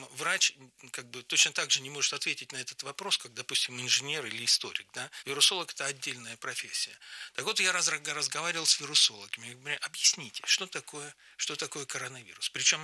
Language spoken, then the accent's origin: Russian; Pavlovsk, Voronezh Oblast, Russia; Я сейчас как бы работаю рекламным агентом моего родного города Павловска, Воронежской области.